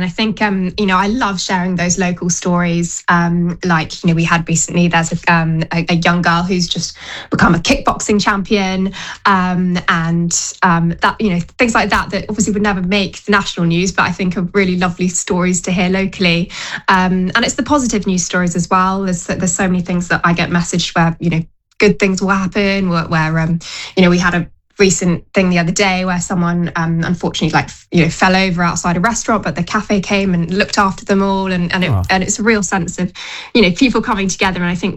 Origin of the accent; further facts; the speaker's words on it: London, United Kingdom; So I'm from Southwest London, born and raised. So, an area I know and love very well.